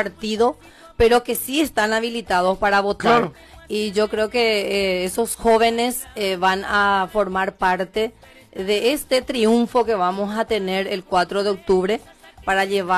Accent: Carapeguá, Paraguarí, Paraguay

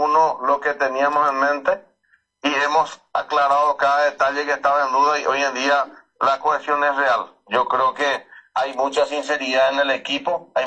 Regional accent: Carapeguá, Paraguarí, Paraguay

